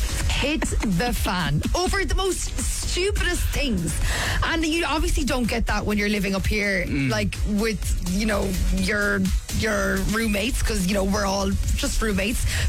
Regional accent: Limerick, Munster, Ireland; now in Dublin, Ireland; because obviously I live up in Dublin, I'm from Limerick, you go home and you realise all these little things.

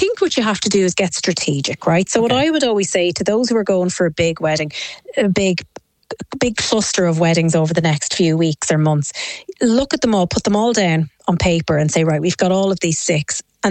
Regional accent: Ireland; as Irish, we're always very conscious

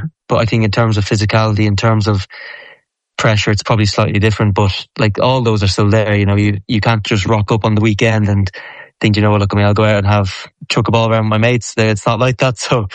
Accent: Drogheda, Leinster, Ireland; moved away as an adult; also born or lived in Aurillac; I grew up in Drogheda. It's only, Drogheda is big enough in itself, but we're only 25, 30 minutes from Dublin.

